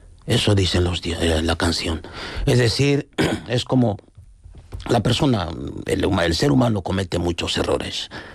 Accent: Equatorial Guinea; Somos africanos

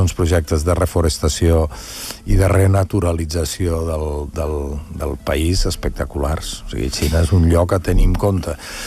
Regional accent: Guissona, Catalonia, Spain; now in Barcelona, Spain; Jo sóc de Guissona, no ho puc deixar de dir, visc a Barcelona però sóc de Guissona

